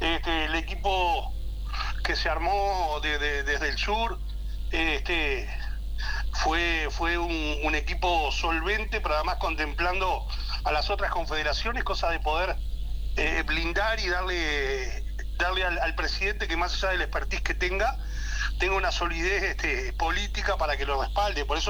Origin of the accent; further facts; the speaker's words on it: Uruguay; soy un uruguayo más